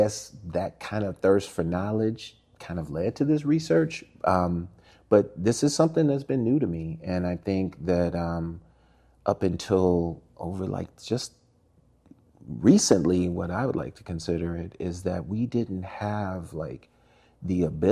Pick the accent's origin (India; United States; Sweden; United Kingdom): United States; St. Louis, Missouri; born there; also born or lived in Tennessee; there was one bus that stopped right in front of my house in St. Louis that took me all the way downtown to the main branch of the public library.